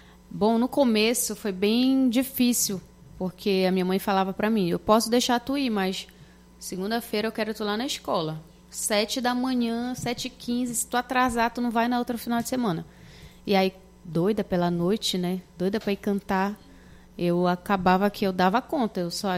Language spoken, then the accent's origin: Portuguese; Belém, Pará, Brazil; eu cresci no Jurunas ouvindo muita música, vendo muitos artistas